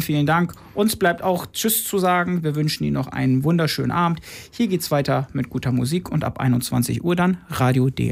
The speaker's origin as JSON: {"language": "German", "town": "Bad Münder", "region": "Lower Saxony", "country": "Germany", "tie": "born or raised there", "said": "Und blicken wir mal in meine Heimatstadt, Bad Münder."}